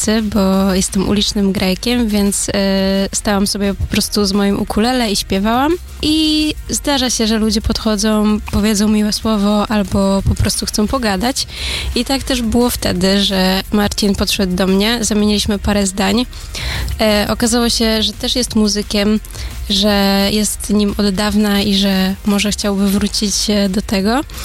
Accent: Kuyavian-Pomeranian Voivodeship, Poland; Jestem spod Torunia

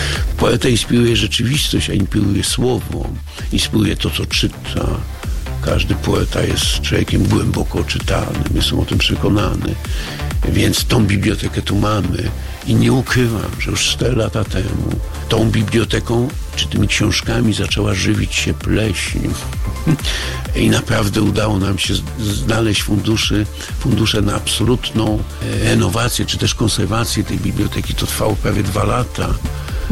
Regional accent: Sopot, Pomeranian Voivodeship, Poland

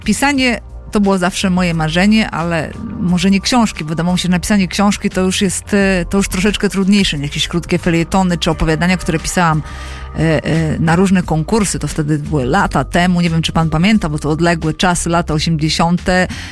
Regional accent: Pomeranian Voivodeship, Poland; born there; Mój tata był nauczycielem języka rosyjskiego, wieloletnim dyrektorem szkoły wiejskiej niedaleko tego miejsca zamieszkania, gdzie się urodziłam. To jest na Pomorzu. Piękne miejsce.

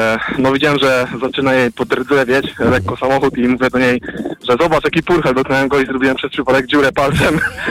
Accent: Toruń, Kuyavian-Pomeranian Voivodeship, Poland; Z Torunia.

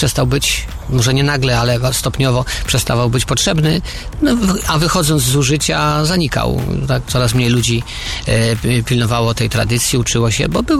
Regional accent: Ślesin, Greater Poland Voivodeship, Poland; Także no, u nas w Ślesinie mówią wszyscy, mówią, rozumieją po Kwaśnicku.

